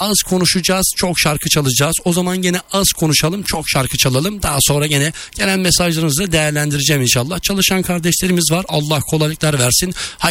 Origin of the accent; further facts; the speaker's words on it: Black Sea Region, Turkey; now in Istanbul, Turkey; Bu arada Karadeniz bölgesinde, özellikle bizim köyde, memleketimizde, Rize'de, Trabzon'da